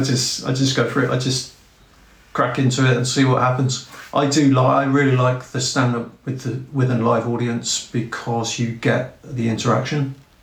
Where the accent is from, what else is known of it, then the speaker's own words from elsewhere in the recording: Taunton, South West England, United Kingdom; born there; I was born in Taunton.